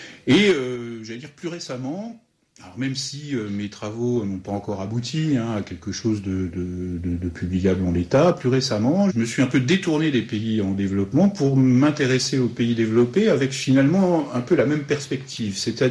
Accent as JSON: {"language": "French", "town": "Dijon", "region": "Bourgogne-Franche-Comté", "country": "France", "tie": "born or raised there", "said": "Je suis bourguignon, je suis né à Dijon, j'ai fait toutes mes études à Dijon"}